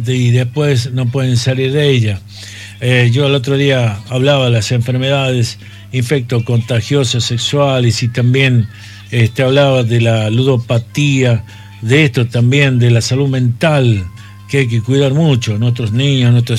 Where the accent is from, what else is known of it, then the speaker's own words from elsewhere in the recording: Chilecito, La Rioja, Argentina; yo hablo de Chilecito, que yo pasé por las aulas de la escuela normal, de tanto la primaria como la secundaria, o sea que tengo la formación en Chilecito